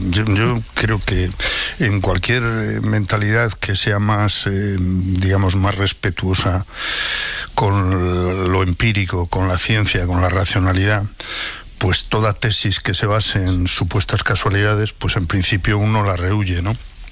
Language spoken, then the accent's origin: Spanish; León, Castile and León, Spain; soy de León.